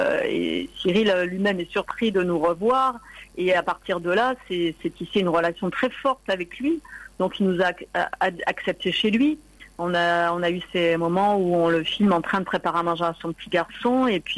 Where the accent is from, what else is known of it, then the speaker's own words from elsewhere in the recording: Marseille, Provence-Alpes-Côte d'Azur, France; puisque moi je viens de Marseille et donc on vient sur des très courtes périodes